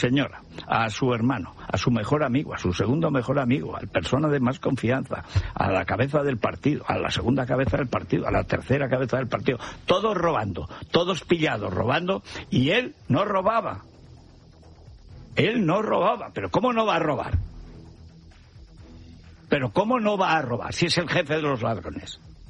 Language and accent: Spanish; Albarracín, Aragon, Spain; O sea, la gente que vaya ahora a mi pueblo, a González, a Albarracín, pues lo que ve es qué bien se come en el monte.